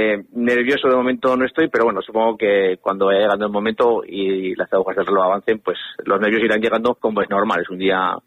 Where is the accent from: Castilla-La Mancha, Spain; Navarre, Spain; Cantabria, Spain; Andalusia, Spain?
Navarre, Spain; Corella; Yo que, pues de Corella de toda la vida, mis padres también, mis abuelos también